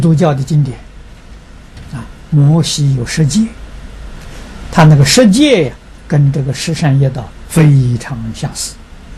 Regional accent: China; 我们中国人称这个天主啊叫玉皇大帝

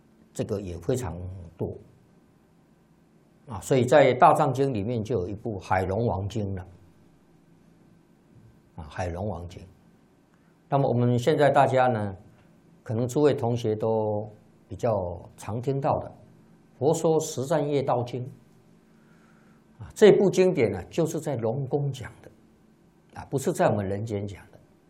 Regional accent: China; 在我们中国人心目当中呢

